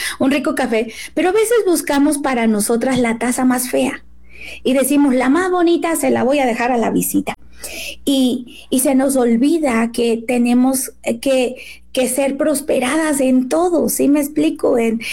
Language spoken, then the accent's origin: Spanish; Guerrero, Mexico; also born or lived in Michoacán; yo soy de Guerrero. Entonces, nacida en Michoacán, pero criada en Guerrero, una tierra donde la misericordia de Dios se manifiesta en cada uno de los que vivimos allá. Mexicana, mexicana de corazón, guerrerense.